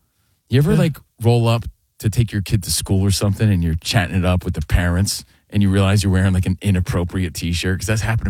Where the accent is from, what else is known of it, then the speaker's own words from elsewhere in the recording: Union, New Jersey, United States; Yeah, we're the Union farmers, bro. I grew up in Union.